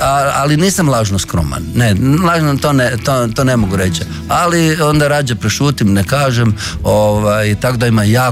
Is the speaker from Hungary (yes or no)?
no; Slatina, Virovitica-Podravina County, Croatia; A kako sam porijeklom iz Slatine, a Slatina je na, ne znam, na rimskom, na kojem, Marinianis.